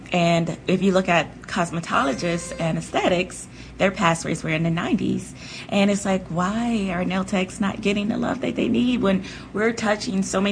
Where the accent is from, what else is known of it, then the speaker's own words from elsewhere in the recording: Louisiana, United States; also born or lived in Texas / New York; now in Kansas City, United States; I'm originally from Louisiana. If you're from Louisiana, you bounce back and forth from Texas to Louisiana. From Texas, I moved to New York. In New York, I lived there for about 12 years, and then that's where we found our way here to Kansas City.